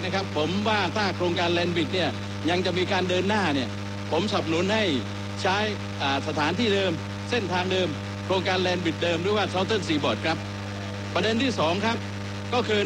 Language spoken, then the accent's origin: Thai; Southern Thailand, Thailand; born there; ผมเองก็เกิดที่ภาคใต้ญาติพี่น้องผมจำนวนมากก็ยังอยู่ในภาคใต้นะครับ